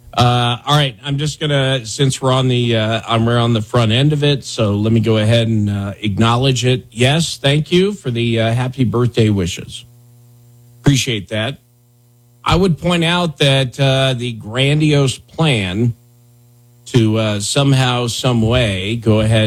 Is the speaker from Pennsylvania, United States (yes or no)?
no; Wyoming, United States; I grew up in Wyoming.